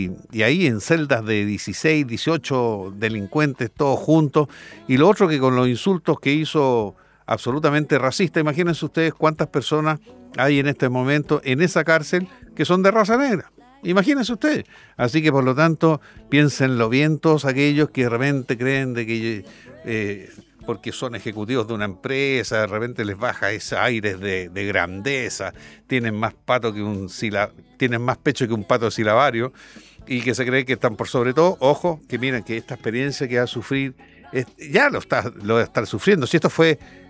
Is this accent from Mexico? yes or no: no; Chile; una vergüenza para nosotros como chilenos